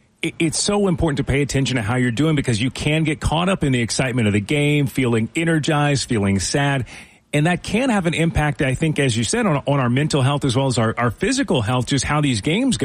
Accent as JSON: {"language": "English", "region": "Texas", "country": "United States", "said": "I feel like a crazy person saying that I moved up here from Texas and 90 degrees is nothing."}